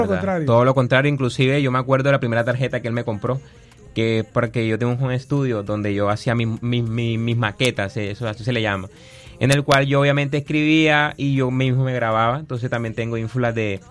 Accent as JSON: {"language": "Spanish", "area": "Barranquilla", "region": "Caribbean Region", "country": "Colombia", "said": "somos costeños"}